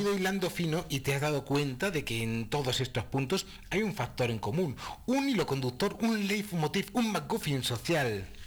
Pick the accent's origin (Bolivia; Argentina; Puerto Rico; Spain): Spain; Castile and León; No, perdona, que yo soy nacido criado en Burgos de Segovia. Yo vivo ahí